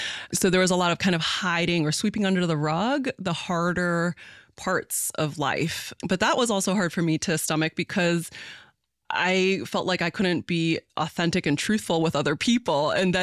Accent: United States; I was just so fundamentally formed by Christianity, especially the flavor of it that I grew up with in America.

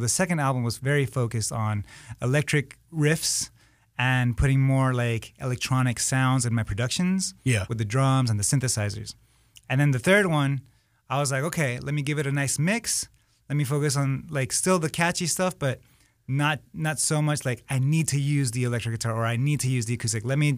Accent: Miami, Florida, United States; also born or lived in Lima, Peru / California / Nashville; But I was born in Lima, Peru. At 3 years old, we moved to Miami, Florida. That's where I was raised for most of my life. Then I moved around, California, Nashville, and then I became nomadic.

